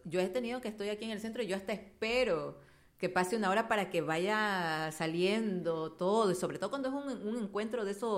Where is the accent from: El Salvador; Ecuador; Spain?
Ecuador; yo como buena ecuatoriana